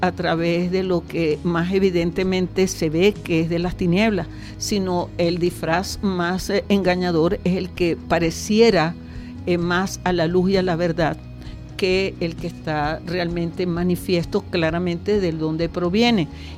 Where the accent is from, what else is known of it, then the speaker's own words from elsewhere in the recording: Venezuela; fuera de nuestro país, porque Venezuela está repartida en el mundo entero